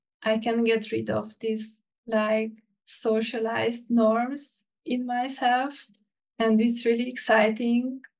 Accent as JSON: {"language": "English", "country": "Hungary", "tie": "born or raised there", "moved": "as an adult", "said": "I'm hoping that I can make use of it in my home country. My concrete plans are not moving back to the rural area, but to Budapest for now."}